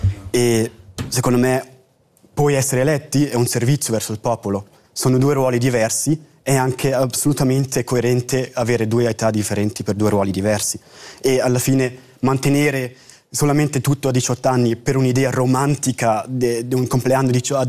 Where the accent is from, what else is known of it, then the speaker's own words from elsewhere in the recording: Switzerland; noi come Svizzera